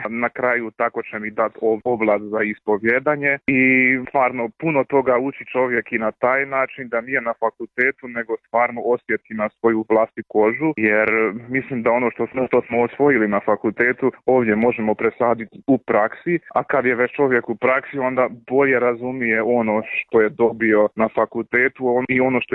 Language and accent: Croatian; Hungary